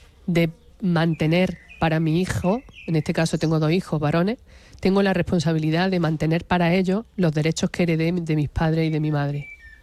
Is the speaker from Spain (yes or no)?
yes; Montilla, Andalusia, Spain; yo estoy muy orgullosa de ser de Montilla y de ser de esta campiña que en su momento se llamó, que se sigue llamando, ¿no? Tal vez ahora con menos fuerza, pero que se llamó y que es la Campiña Roja.